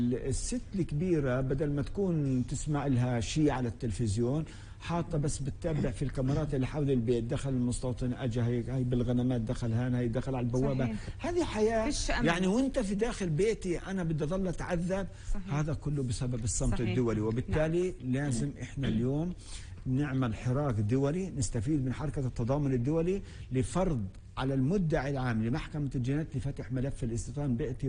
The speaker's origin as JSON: {"language": "Arabic", "country": "Palestine", "said": "إحنا كفلسطينيين"}